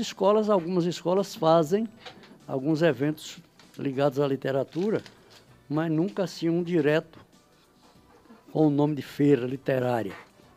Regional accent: Salvador, Bahia, Brazil; born there; moved away as an adult; also born or lived in Conceição do Coité; now in Conceição do Jacuípe, Brazil; E nasci em Conceição do Coité, passei a adolescência em Salvador, depois vim morar aqui. Constitui família, hoje sou pai de 4, neto, avô de 5 e bisavô de 5.

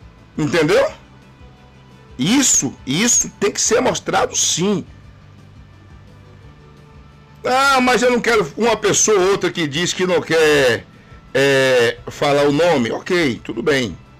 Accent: Brazil; eu sou brasileiro

